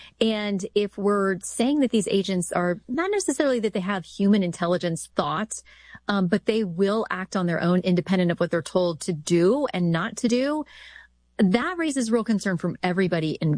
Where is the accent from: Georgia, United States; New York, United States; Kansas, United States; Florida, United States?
Florida, United States; I'm from Florida. Our electric chair is very famous down there.